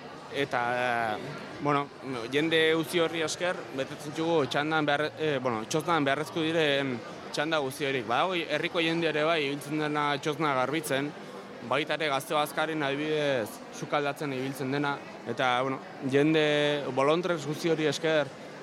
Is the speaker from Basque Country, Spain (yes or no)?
no; Lesaka, Navarre, Spain; aberazgarria dela hainbertza jende gure herrira etortzia, besta giro hain ederre egotea. Bino, bueno, egia da Lesako San Fermia bat betuztela bi partez, herriko eta eskualdeko jendik ibiltzen garen egun horik